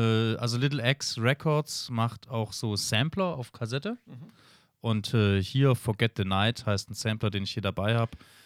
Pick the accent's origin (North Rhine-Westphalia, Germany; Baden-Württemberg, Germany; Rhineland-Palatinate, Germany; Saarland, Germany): Baden-Württemberg, Germany; Stuttgart; now in Leipzig, Germany; irgendwie halt viel aus Leipzig und wo ich herkomme, aus Stuttgart